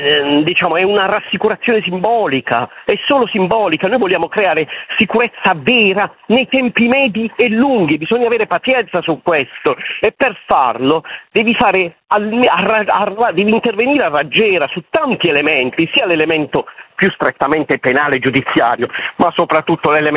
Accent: Bari, Apulia, Italy; moved away; Io non vengo da Stoccolma né da Helsinki, ma vengo da Bari. Quindi vengo da Bari, ho 60 anni e ho fatto la mia prima parte della vita a Bari

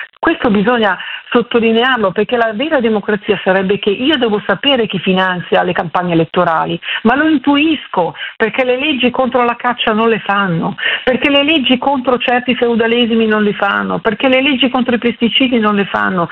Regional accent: Robecco sul Naviglio, Lombardy, Italy; il mio paese natio si busco sul Naviglio

